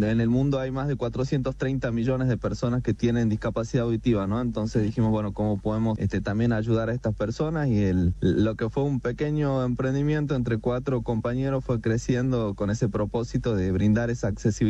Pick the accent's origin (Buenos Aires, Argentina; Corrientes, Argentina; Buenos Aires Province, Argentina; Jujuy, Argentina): Jujuy, Argentina; Tilcara; Yo soy de Tilcara, otro de mis socios de La Quiaca y otro de Palpalá.